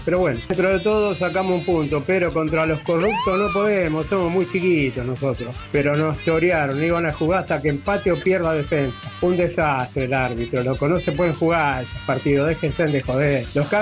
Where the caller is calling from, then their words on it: Rosario, Santa Fe, Argentina; de Rosario, hincha del Halcón de Varela.